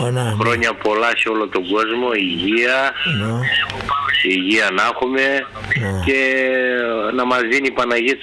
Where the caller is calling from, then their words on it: Epanomi, Central Macedonia, Greece; από την Επανομή.